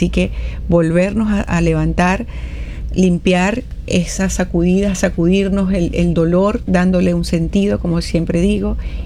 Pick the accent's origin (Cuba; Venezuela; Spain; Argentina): Venezuela; mi mensaje final como venezolana